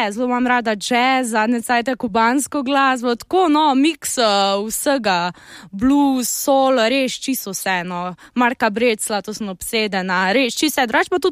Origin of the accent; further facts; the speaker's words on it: Carinthia, Slovenia; now in Ljubljana, Slovenia; ker sama prihajam iz Koroške, iz gorskega okolja